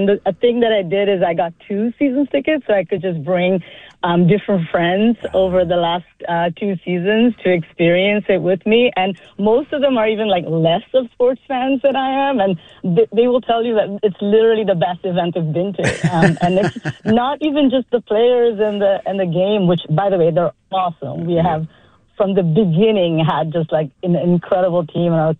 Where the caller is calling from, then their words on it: San Francisco, California, United States; All right. I'm coming from San Francisco.